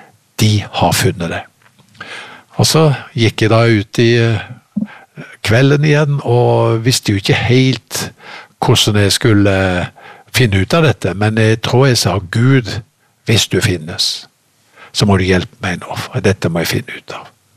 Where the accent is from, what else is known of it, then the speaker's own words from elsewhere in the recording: Haugesund, Rogaland, Norway; Ja, jeg kommer jo da fra Haugesund opprinnelig, selv om dialekten litt avslept med årene, for jeg har bodd mange steder, så er det Haugesund som fødebyen.